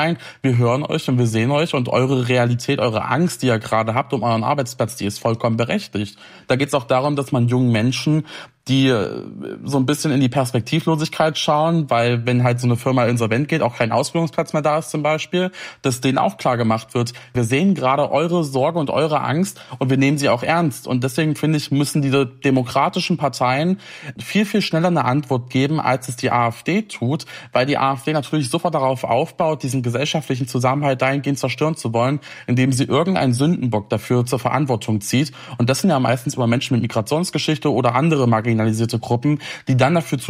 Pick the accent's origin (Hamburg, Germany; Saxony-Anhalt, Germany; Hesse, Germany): Saxony-Anhalt, Germany; ich komme ja aus dem Saalekreis, hier ist das Leunawerk, das Chemiewerk